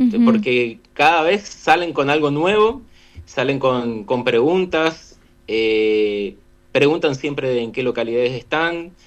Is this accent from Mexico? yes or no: no; Oberá, Misiones, Argentina; yo soy de Oberá